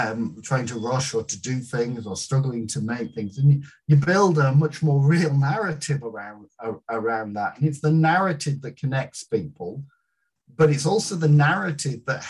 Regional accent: United Kingdom; I'm British through and through

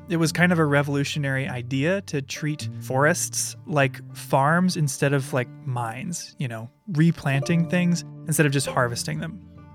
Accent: Midwest, United States; I grew up in the Midwest. I spent time in Appalachia as a kid.

